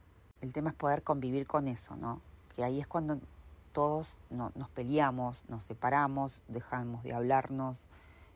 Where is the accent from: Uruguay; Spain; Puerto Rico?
Uruguay; Montevideo; moved away as an adult; now in La Paloma, Uruguay; Ustedes saben que soy de Montevideo, soy de la ciudad, y quería salir de la ciudad